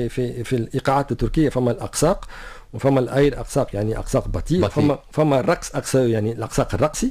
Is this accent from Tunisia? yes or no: yes; Tunisia; عندنا في تونس